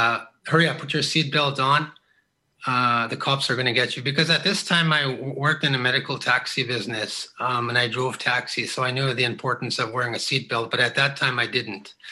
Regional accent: Pinehouse, Saskatchewan, Canada; I've been born and raised in Pinehouse, a Métis settlement. I've been there most of my life. Went through school there

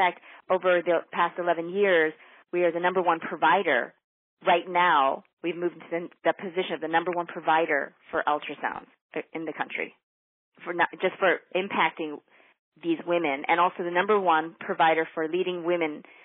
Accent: Los Angeles, California, United States; also born or lived in Toronto, Canada; now in Naples, United States; I was singing since I was 8 years old in Los Angeles because that's where I grew up.

